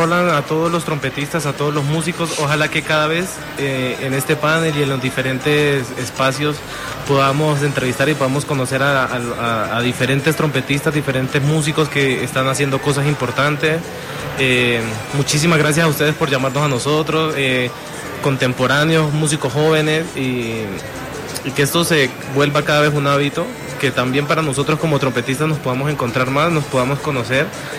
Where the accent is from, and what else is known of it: Colombia